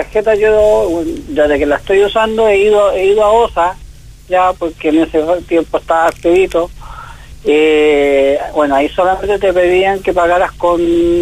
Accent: Chile; vemos cómo somos los chilenos.

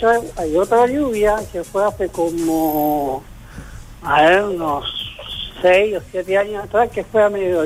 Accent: Antofagasta, Chile; Y yo soy antofagastino, nacido y criado.

